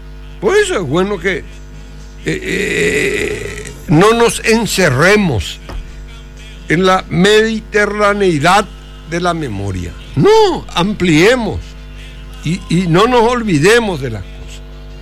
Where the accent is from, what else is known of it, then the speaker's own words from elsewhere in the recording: Paraguay; somos paraguayos y lo llevamos en la sangre.